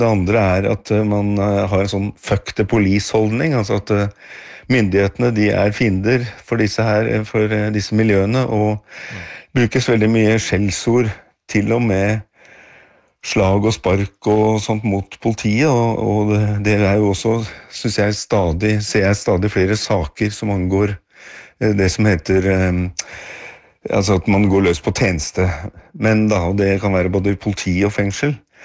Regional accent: Oslo, Norway; born or raised there

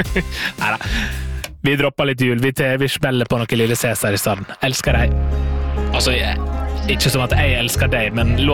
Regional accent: Møre og Romsdal, Norway; altså i nabobygda der jeg kommer fra, er det litt av, der er jeg bygd som heter Gursken

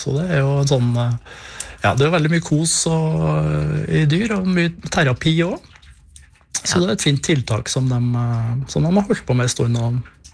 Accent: Trøndelag, Norway; moved away as an adult; now in Hadeland, Norway; Så jeg har bodd her nå i 15... Ja, over det. 17-18 år. Men jeg er trønder, ja.

